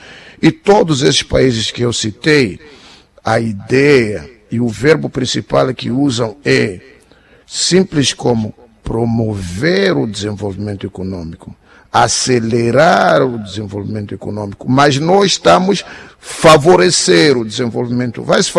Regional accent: Mozambique; Nós somos moçambicanos.

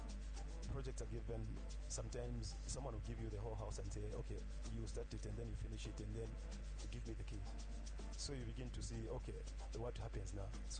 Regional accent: Kabwe, Central Province, Zambia; born there; also born or lived in Mufulira, Zambia; then we came here in Kabwe in 1994.

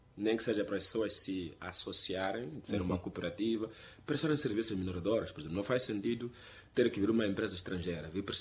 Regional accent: Mozambique; Nós, como moçambicanos

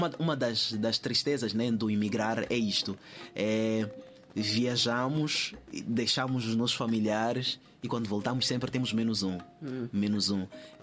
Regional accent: Mozambique; Eu sou moçambicano, eu falo assim, sempre cresci assim.

